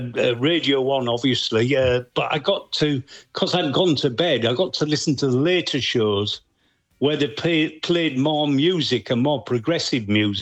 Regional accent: Whitby, Yorkshire and the Humber, United Kingdom; Yeah, born and bred in Whitby, live there now still.

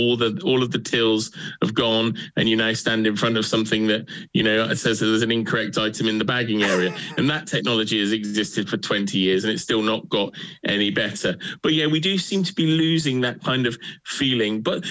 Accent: South West England, United Kingdom; accent: Wiltshire; my proper Wiltshire accent

